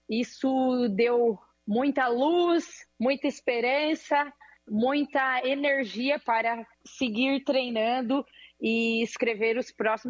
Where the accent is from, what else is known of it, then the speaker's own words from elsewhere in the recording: Ponte Serrada, Santa Catarina, Brazil; now in Jaraguá do Sul, Brazil; Eu que sou natural de Ponte Cervada, do Oeste Catarinense.